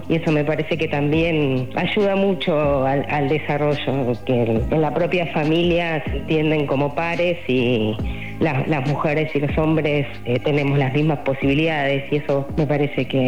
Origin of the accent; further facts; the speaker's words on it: Tandil, Buenos Aires Province, Argentina; born there; moved away as an adult; Nací en Tandil, me fui a vivir a Buenos Aires para estudiar y estudié Derecho.